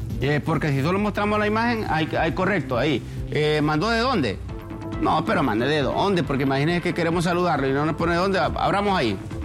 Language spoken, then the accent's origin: Spanish; La Libertad, Comayagua, Honduras; born there; allá en mi pueblo, La Libertad, Comayagua